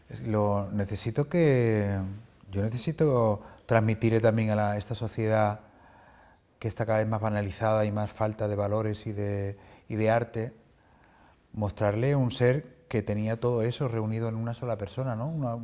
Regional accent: Spain

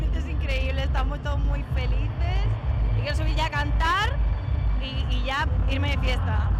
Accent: Huétor-Tájar, Andalusia, Spain; Yo era muy pequeña, estaba en Huetortájar, que es mi pueblo, que les mando a todos un beso enorme.

